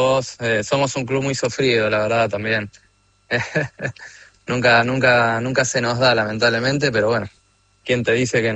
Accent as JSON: {"language": "Spanish", "town": "La Plata", "region": "Buenos Aires Province", "country": "Argentina", "said": "Yo soy de La Plata."}